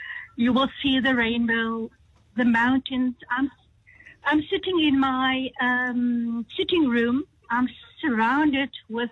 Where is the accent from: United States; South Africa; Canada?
South Africa; Pinel; Yes, so I'm born and bred in Pinel. I haven't put my foot outside of, let me say, South Africa.